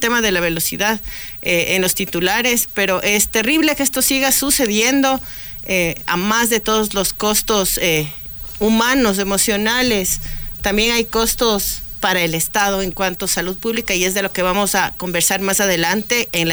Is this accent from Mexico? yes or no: no; Ecuador